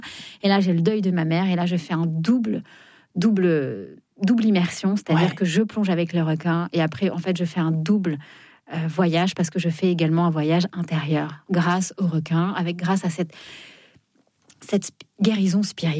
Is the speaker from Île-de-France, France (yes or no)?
yes; Fontainebleau, Île-de-France, France; Moi, je viens de Fontainebleau. Et c'est ce que je dis.